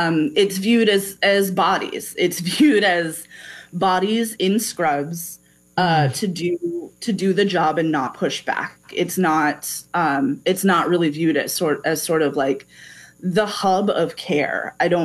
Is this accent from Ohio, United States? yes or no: no; Burlington, Vermont, United States; moved away as an adult; now in Chicago, United States; I am from Burlington, Vermont, land of Bernie Sanders.